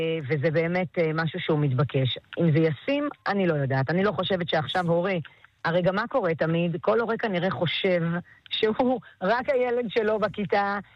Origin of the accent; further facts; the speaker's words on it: Jerusalem, Jerusalem District, Israel; אני ירושלמית במקור, נולדתי ברמות.